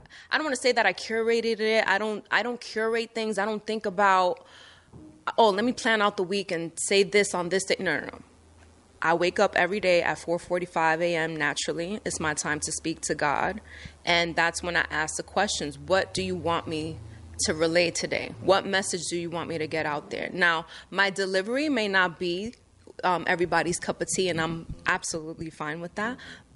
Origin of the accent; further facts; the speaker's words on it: New York City, New York, United States; but I was born and raised in New York between the Bronx and Dyckman.